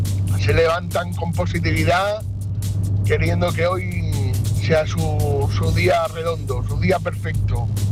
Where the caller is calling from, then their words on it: Granada, Andalusia, Spain; desde Granada